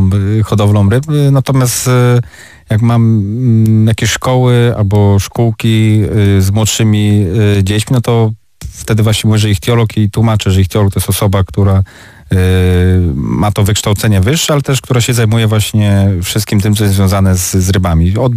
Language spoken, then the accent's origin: Polish; Gosławice, Greater Poland Voivodeship, Poland; now in Opole, Poland; ja nie pochodzę z Opolszczyzny, ja pochodzę z Gosławic, koło Konina, Wielkopolskie województwo i tam się urodziłem właśnie na hodowli ryb